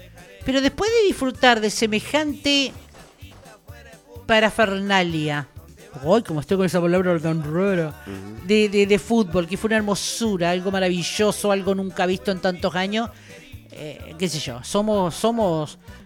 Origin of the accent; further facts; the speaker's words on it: Argentina; porque soy argentina. Soy argentina.